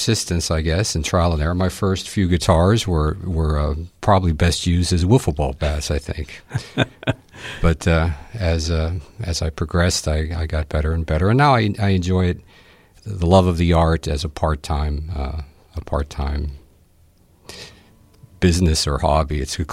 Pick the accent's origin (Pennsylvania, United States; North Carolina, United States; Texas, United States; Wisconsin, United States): Pennsylvania, United States; Homestead; now in Forest Hills, United States; I grew up in Homestead, West Homestead, actually, and now I live in the East Pittsburgh area, Forest Hills.